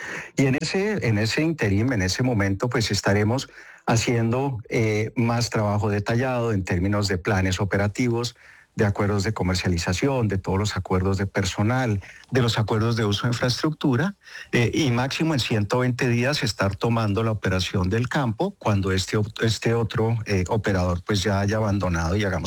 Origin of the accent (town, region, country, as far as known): Colombia